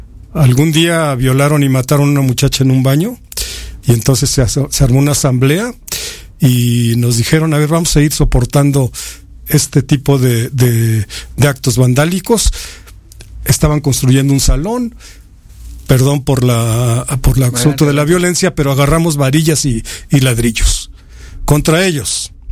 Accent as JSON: {"language": "Spanish", "region": "Mexico City", "country": "Mexico", "tie": "born there", "also_born_or_lived": "Valle de Santiago, Guanajuato", "said": "quebró el negocio de mi padre. Nos fuimos a la Ciudad de Méxi"}